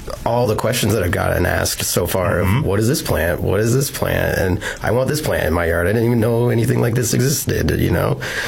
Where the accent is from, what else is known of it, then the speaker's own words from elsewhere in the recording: Omaha, Nebraska, United States; Being born and raised in Omaha, like, I never saw one until I went to like one of these remnant prairies